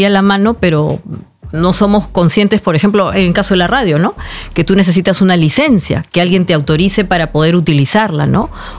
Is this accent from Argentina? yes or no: no; Peru; now in Norway; en mi país, en el Perú